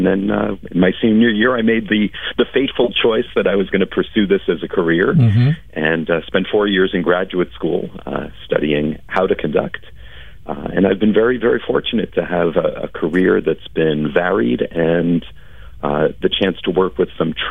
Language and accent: English; Scarsdale, New York, United States; I grew up in Scarsdale, New York, just down the street from Greenwich, where I'm now working.